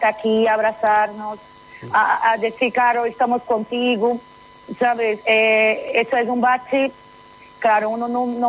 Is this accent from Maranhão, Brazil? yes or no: yes; São Luís, Maranhão, Brazil; Spanish is a second language; now in Spain; Sí, soy de Brasil, pero bien. Hace 20 años que estoy aquí.